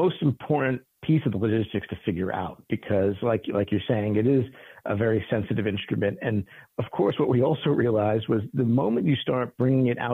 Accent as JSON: {"language": "English", "town": "New York City", "region": "New York", "country": "United States", "tie": "born or raised there"}